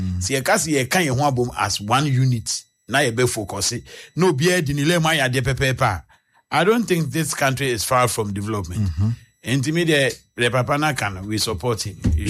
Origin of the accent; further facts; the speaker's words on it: Ghana; And immediately, as a country, as a Ghanaian